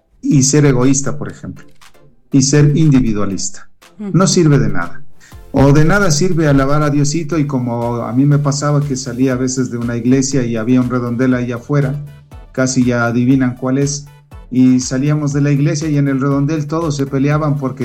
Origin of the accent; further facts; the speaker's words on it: Baños de Agua Santa, Tungurahua, Ecuador; born there; yo nací en Baños de Agua Santa y siempre fui mariano por mi madre, la Virgen del Rosario de Agua Santa.